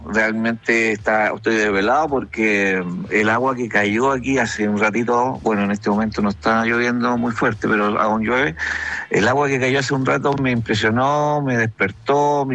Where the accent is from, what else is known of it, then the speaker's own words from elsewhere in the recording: Panguipulli, Los Ríos, Chile; born there; also born or lived in Santiago; now in Laguna Verde, Chile; cuando era niño, porque yo nací en Panguipulli, un cariño a Panguipulli, en el sector de Ancacumoe, que es un sector bien rural